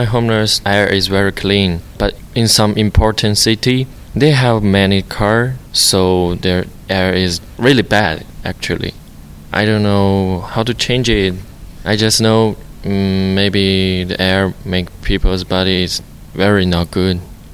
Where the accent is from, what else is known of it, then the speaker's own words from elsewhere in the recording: Yanji, Jilin, China; English is a second language; now in United States; I'm from the Yanji and the city from Jilin. That place, east and northern. Are known for the different language because we have the Korean people and the rice.